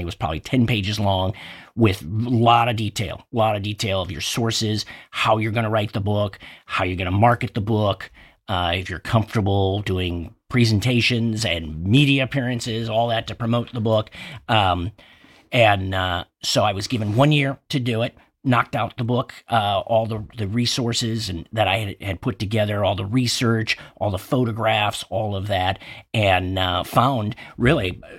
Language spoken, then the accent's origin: English; Illinois, United States; I remember growing up in the Chicago suburbs, and I had three Schwinn bikes